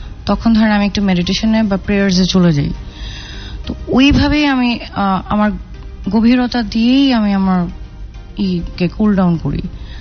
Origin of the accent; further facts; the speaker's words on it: Mohammadpur, Dhaka Division, Bangladesh; now in Chandipur, Bangladesh; আমি মোহাম্মদপুর স্থানীয়। জি, তো আমি এখানেই বড় হয়েছি মোহাম্মদপুরে